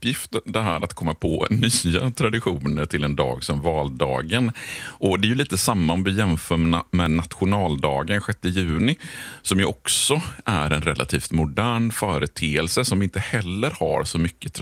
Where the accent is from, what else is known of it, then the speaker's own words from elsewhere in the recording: Gothenburg, Västra Götaland County, Sweden; i min hemstad Göteborg så vill man ju gärna skoja till det lite. Vi är ju kända för vårt vitsande